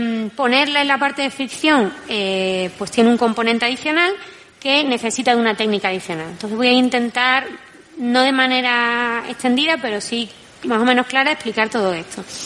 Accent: Málaga, Andalusia, Spain; now in Valencia, Spain; Yo soy malagueña y estoy en Valencia.

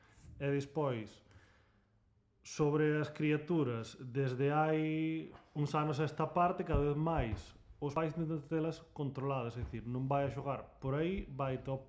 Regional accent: Laxe, Galicia, Spain; Eu son de Laxe.

